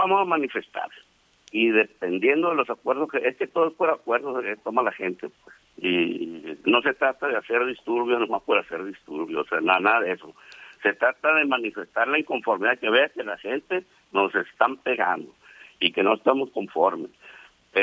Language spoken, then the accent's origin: Spanish; Mexico